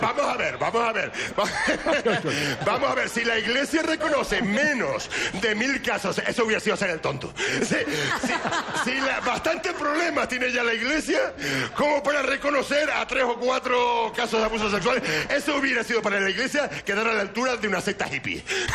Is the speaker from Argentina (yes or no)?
no; Granadilla de Abona, Canary Islands, Spain; Está llegando a mi pueblo. Yo soy de Granadilla. Yo soy de Granadilla.